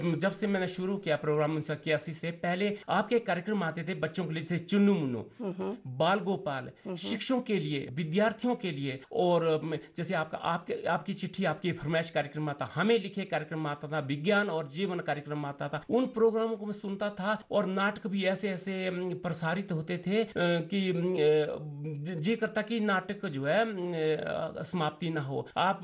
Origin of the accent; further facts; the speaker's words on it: Mandi district, Himachal Pradesh, India; मैं तहसील करसोग, जिला मंडी, गांव तलहन का रहने वाला हूं।